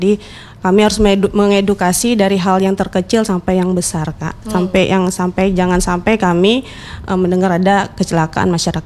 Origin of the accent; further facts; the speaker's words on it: Palembang, South Sumatra, Indonesia; now in Aceh, Indonesia; Asli Palembang Kak.